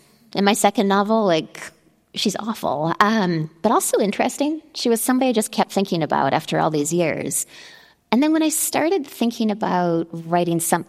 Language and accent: English; Denman Island, British Columbia, Canada; also born or lived in Toronto / Montreal; now in New York, United States; I'm from Denman Island, British Columbia. It's about 1,000 people. It's definitely more deer than people. Like, it's just forest. It's pretty.